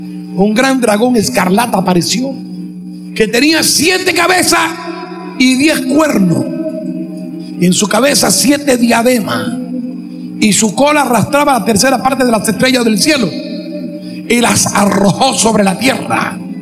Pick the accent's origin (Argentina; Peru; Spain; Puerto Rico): Peru; Somos ciudadanos peruanos, trabajamos por el bienestar del Perú